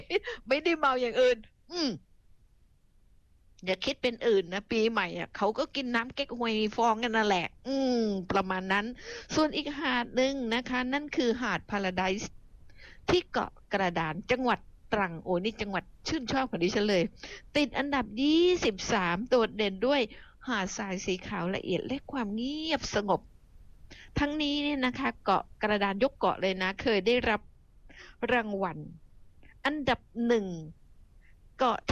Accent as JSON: {"language": "Thai", "region": "Phuket", "country": "Thailand", "tie": "born or raised there", "said": "บ้านดิฉันเองจังหวัดภูเก็ตดิฉันเนี่ยเป็นคนบ้านนอกเนาะอยู่นอกนะนอกแผ่นดินนะดิฉันมาจากเกาะคุณผู้ฟังแล้วก็ถีบตัวเองด้วยการศึกษานะคะ"}